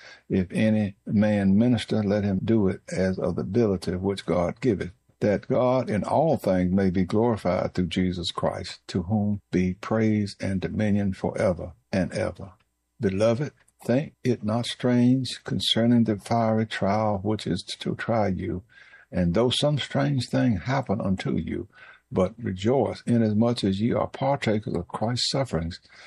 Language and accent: English; Cascade, Virginia, United States; Cascade, Virginia, my hometown.